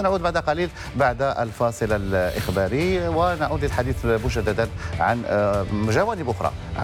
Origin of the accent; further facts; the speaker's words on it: Morocco; نفتخروا كمغاربه